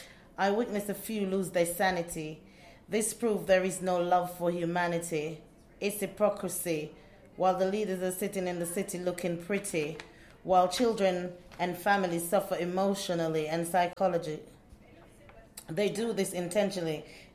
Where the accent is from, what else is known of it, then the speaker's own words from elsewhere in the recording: Jamaica; I'm from Jamaica.